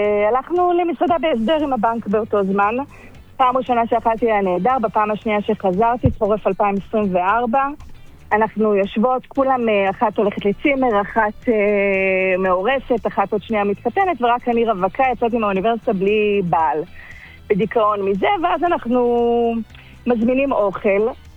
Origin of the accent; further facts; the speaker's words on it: Turkey; Hebrew is a second language; now in Israel; אני עליתי לארץ ב-1999. עולה חדשה מטורקיה.